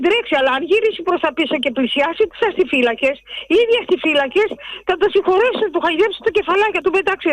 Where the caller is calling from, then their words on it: Athens, Attica, Greece; Εγώ κατεβαίνω στο Σύνταγμα, είμαι Αθηναία.